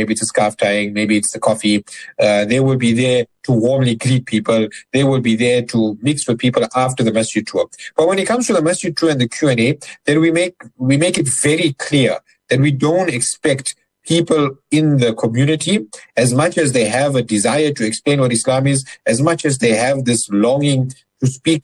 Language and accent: English; Durban, KwaZulu-Natal, South Africa; so that's in Johannesburg, and I'm from Durban, but I'll be flying up on Saturday morning just for this.